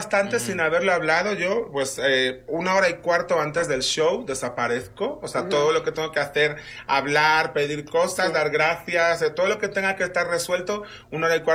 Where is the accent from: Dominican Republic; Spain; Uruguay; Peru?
Spain; now in Mexico; aquí me cuidan muchísimo más que en mi país, muchísimo más que en cualquier otro.